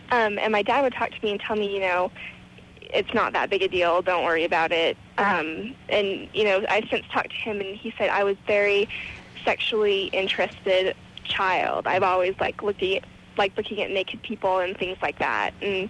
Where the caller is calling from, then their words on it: Utah, United States; I'm from Utah. Like, all my friends and everyone is Mormon. My mom's Mormon and everyone.